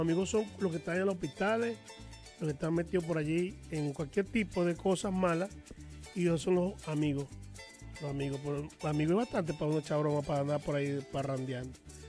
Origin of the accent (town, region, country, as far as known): Venezuela